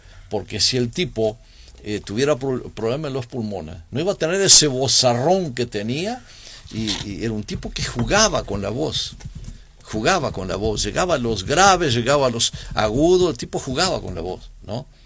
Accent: Uruguay; Yo soy negro uruguayo. Soy negro uruguayo.

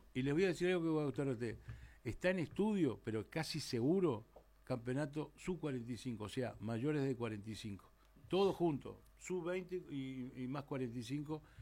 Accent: Uruguay; Es feo decirlo como uruguayo

